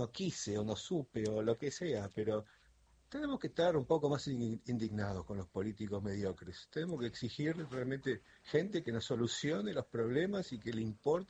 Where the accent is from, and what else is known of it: Argentina